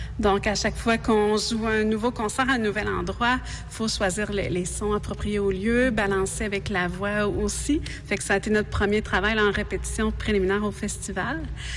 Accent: Montmagny, Quebec, Canada; Oui, ben, je suis née à Québec officiellement, mais mes parents après ça sont déménagés rapidement à Montmagny parce que mon père avait un emploi, il a pris emploi là-bas.

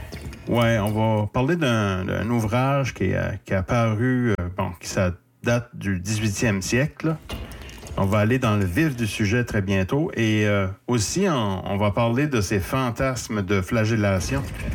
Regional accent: Shippagan, New Brunswick, Canada; moved away; Chipagan, dans ma région natale, la péninsule acadienne. Oui, Chipagan, c'est ma ville natale. La péninsule acadienne, ben, elle est située dans le nord-est du Nouveau-Brunswick

